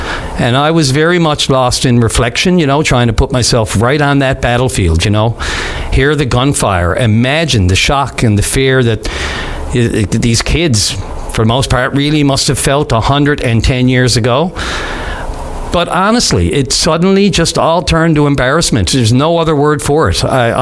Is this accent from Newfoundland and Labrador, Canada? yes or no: yes; Newfoundland and Labrador, Canada; It offended me as a Newfoundlander.